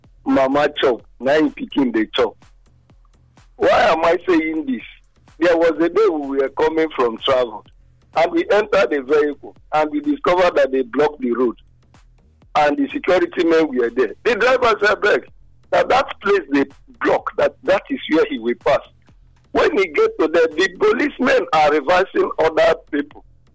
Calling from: Nigeria; I'm calling you from Adoa.

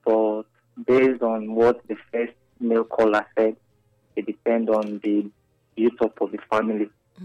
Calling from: Nigeria; I'm calling from Okoro.

